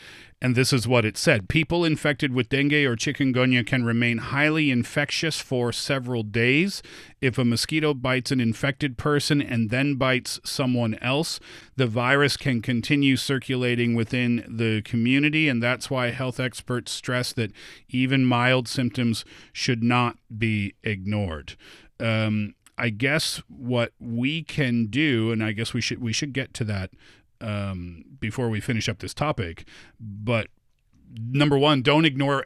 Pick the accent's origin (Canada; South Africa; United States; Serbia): Canada; I remember growing up in Canada, of course, we have mosquitoes as well.